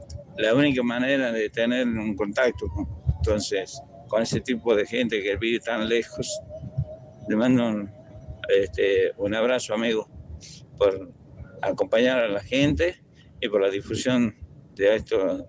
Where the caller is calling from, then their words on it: Argentina; de acá del sur.